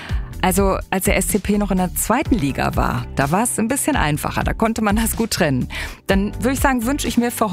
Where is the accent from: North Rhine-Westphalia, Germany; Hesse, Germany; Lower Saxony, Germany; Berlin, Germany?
North Rhine-Westphalia, Germany; born there; now in Dortmund, Germany; Ich bin Wahl-Dortmunderin und aber auch gebürtige Ostwestfälin